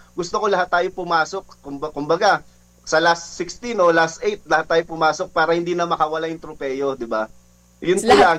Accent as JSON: {"language": "Tagalog", "town": "Las Piñas", "region": "Metro Manila", "country": "Philippines", "tie": "born or raised there", "lives_now": "Quezon City, Philippines", "said": "Taga Las Piñas talaga ako, tubong Las Piñas ako. Pero dito ako ngayon naniniraan sa Quezon City."}